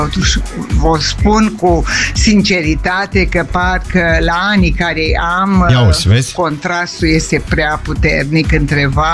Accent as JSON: {"language": "Romanian", "town": "Bacău", "region": "Bacău County", "country": "Romania", "said": "din Bacău."}